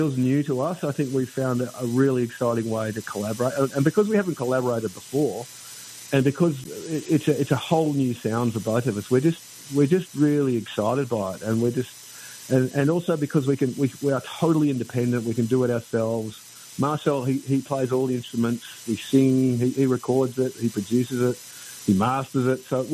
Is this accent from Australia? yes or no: yes; Australia